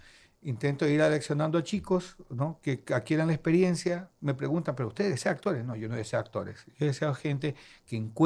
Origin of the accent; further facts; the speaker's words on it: Manabí, Ecuador; Yo soy manabita.